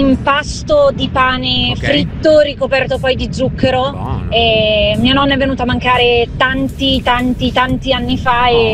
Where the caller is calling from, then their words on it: Como, Lombardy, Italy